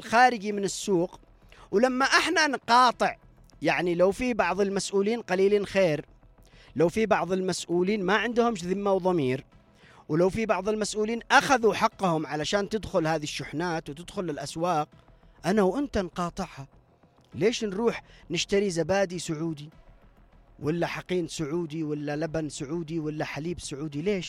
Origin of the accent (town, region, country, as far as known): Yemen